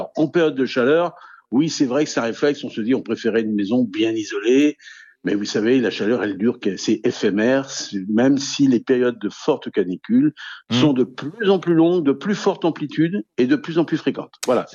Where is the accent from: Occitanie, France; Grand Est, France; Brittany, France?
Brittany, France; je suis breton, c'est pour ça que je suis un peu chauvin.